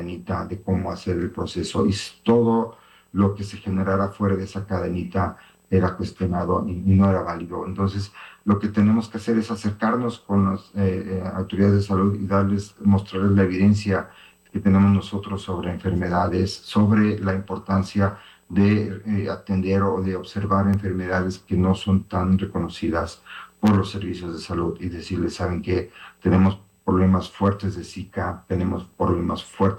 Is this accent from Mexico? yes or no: yes; Xalapa, Veracruz, Mexico; temperaturas que no habíamos vivido en los que somos de aquí de Xalapa